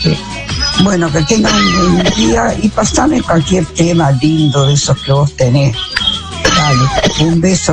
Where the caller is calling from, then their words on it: Bolívar, Buenos Aires Province, Argentina; de Bolívar te está llamando.